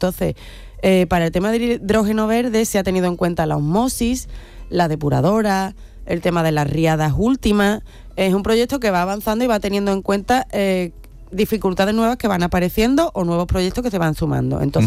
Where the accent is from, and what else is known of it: Villamartín, Andalusia, Spain